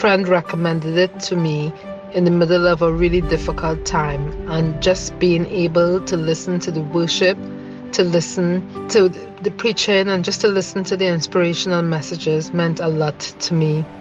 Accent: Eastbourne, South East England, United Kingdom; I'm from Eastbourne.

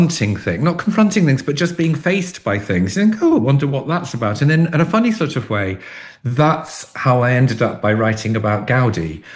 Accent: Liverpool, North West England, United Kingdom; I grew up in Liverpool. Was brought up in a Catholic family, Irish Catholic family, went off to university

